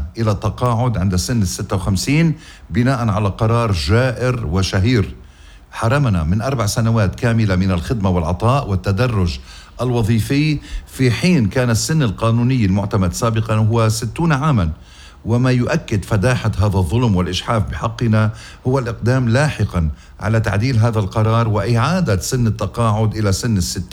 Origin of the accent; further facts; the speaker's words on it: Lebanon; شو هالعيب هيدا بوطننا لبنان؟